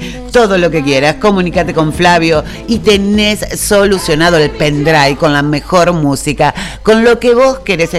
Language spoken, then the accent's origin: Spanish; Arocena, Santa Fe, Argentina; en mi pueblo querido, Arocena